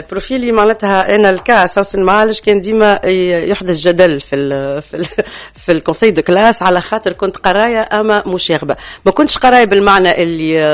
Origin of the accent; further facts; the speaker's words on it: La Goulette, Tunis Governorate, Tunisia; نتفكر البحر خيار الدين وحلق الواد والجو في البونليونور الكل اللي هي حومتي، البريكه، سيدي بوسعيد